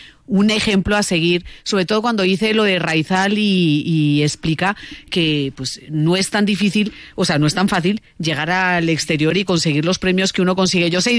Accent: Spain; soy muy española

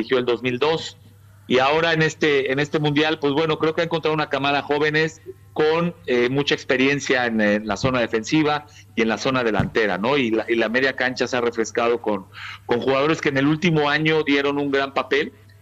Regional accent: Mexico; moved away; Yo soy mexicano

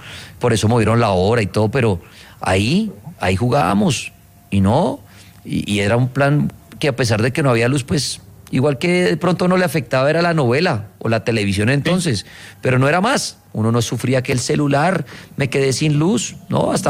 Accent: Bogotá, Colombia; born there; yo soy citadino, yo nací en Bogotá

